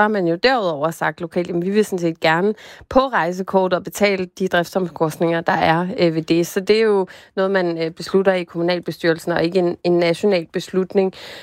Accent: Bornholm, Capital Region of Denmark, Denmark

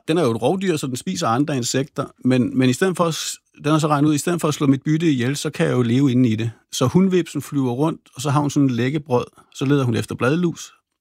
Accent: Rødvig, Zealand, Denmark; jeg voksede op nede i Rødevig, hvor jeg lå og sejlede rundt i min optimistjolle

